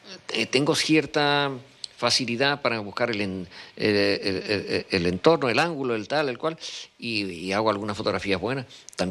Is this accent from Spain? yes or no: yes; San Cristóbal de La Laguna, Canary Islands, Spain; No, yo soy canario 100%, a pesar de que... De lo que hemos hablado, de que parezco un lagunero renegado porque no vivo en la laguna. Mi laguna no me la puede quitar nadie, la tengo en el alma, ¿no? Yo tengo que morir aquí en Canarias y me gustaría seguir viviendo en Canarias.